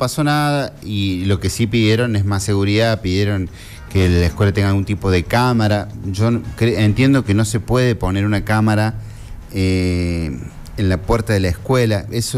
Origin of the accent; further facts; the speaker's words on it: Las Maravillas, Córdoba, Argentina; also born or lived in Sebastián Elcano; No, yo nací en Sebastián Elcano. Nací en Sebastián Elcano, pero yo soy de Las Maravillas.